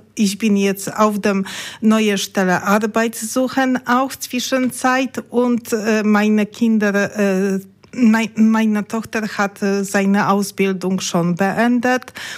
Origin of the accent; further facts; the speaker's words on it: Poland; first language Polish; German is a second language; now in Germany; weil wir sprechen nicht auf meine Muttersprache, weil ich befinde ich mich nicht in meinem Heimatland Polen, nur ich bin hier jetzt in Deutschland.